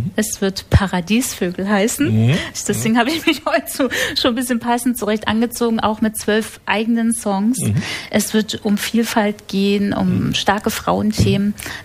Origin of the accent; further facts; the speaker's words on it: Spremberg, Brandenburg, Germany; Also einmal kann man mich in meiner alten Heimat hören, verbunden mit einem Fantreffen am 10. August in Spremberg.